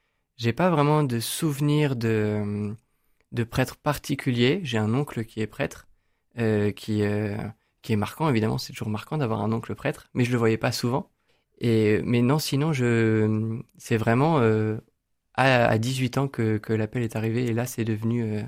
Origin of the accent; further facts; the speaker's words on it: Rennes, Brittany, France; j'ai 29 ans et j'ai grandi à Rennes. J'ai passé tout mon collège lycée à Rennes